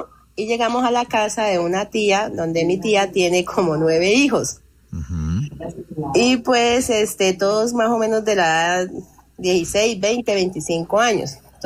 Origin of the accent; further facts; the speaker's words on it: Bucaramanga, Santander, Colombia; also born or lived in Meta; now in Piedecuesta, Colombia; Bueno, yo soy del departamento del Meta. Y cuando tenía como 16 años, mi papá, a nosotros nos trajeron para Bucaramanga, bueno.